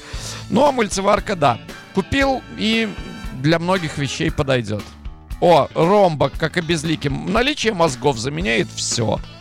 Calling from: Hadera, Haifa District, Israel; Здравствуйте … из Хадеры.

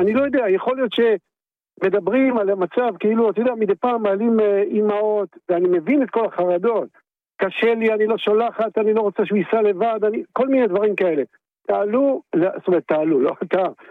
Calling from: Me'ona, Northern District, Israel; אם תהיה בצפון, בוא אליי, למושב מעונה

